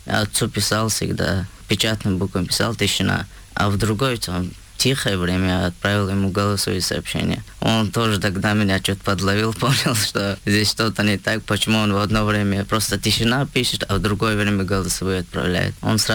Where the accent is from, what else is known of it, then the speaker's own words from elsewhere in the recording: Shuani, Chechnya, Russia; После завершения службы я приехал в родное село Шуани, еще оно называется.